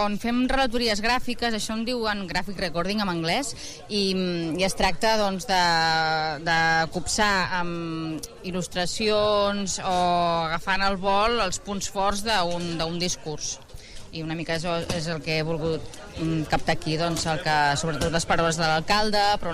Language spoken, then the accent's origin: Catalan; Martorell, Catalonia, Spain; Bueno, jo soc de Martorell, llavors ja...